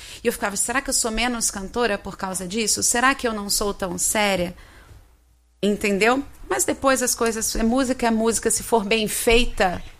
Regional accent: Belém, Pará, Brazil; also born or lived in Rio de Janeiro; Sou de Belém, do Pará

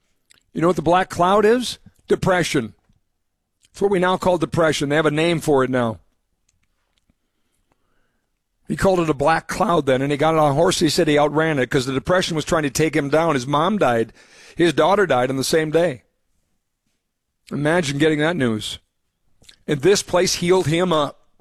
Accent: Fargo, North Dakota, United States; They asked where I was from. I said, Fargo.

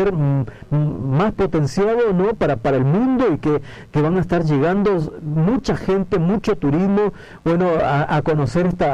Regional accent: Peru; Yo, bueno, todo el mundo sabe que soy peruano

